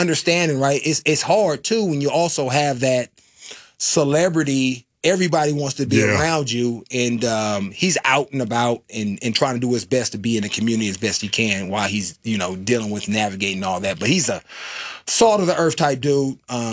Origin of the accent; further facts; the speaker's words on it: Oakland, California, United States; He knows I'm from Oakland.